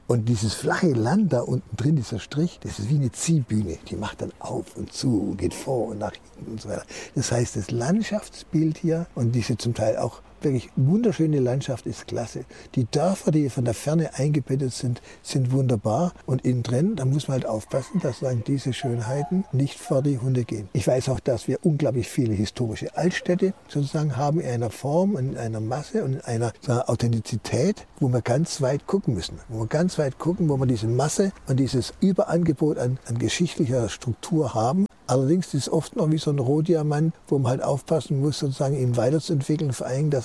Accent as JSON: {"language": "German", "region": "Baden-Württemberg", "country": "Germany", "said": "Als Schwabe bin ich etwas sanguinisch veranlagt, ja?"}